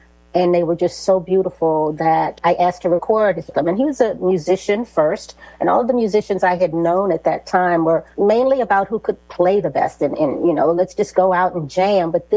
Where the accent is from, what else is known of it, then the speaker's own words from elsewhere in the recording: Washington, District of Columbia, United States; Oh, well, I grew up, I'm from Washington, D.C., and I still live here. I was raised by my grandmother and her daughter, who is my aunt, was my aunt.